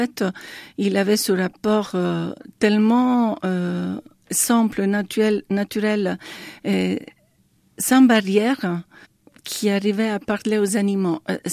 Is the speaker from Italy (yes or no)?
yes; Italy; French is a second language; moved away as an adult; now in France; je suis italienne. J'habite en France, ça fait 13 ans déjà. Je viens d'une famille chrétienne catholique et j'ai grandi à pain et films religieux et spirituels